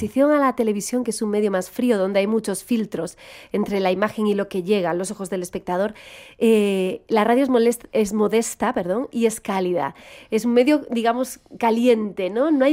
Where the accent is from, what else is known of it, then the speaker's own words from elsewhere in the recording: Galicia, Spain; accent: Galician intonation; tengo esas entonaciones cantarinas porque soy gallega